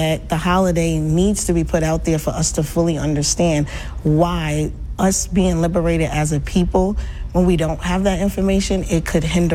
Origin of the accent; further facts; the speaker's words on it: New York City, New York, United States; moved away as an adult; I'm originally from Brooklyn, where in New York City, we celebrate a number of things that connect us as a people.